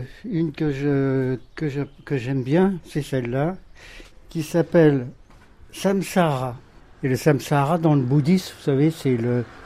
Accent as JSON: {"language": "French", "town": "Paris", "region": "Île-de-France", "country": "France", "moved": "as an adult", "lives_now": "Saint-Céneri-le-Gérei, France", "said": "Ah non, je suis un Parisien d'origine"}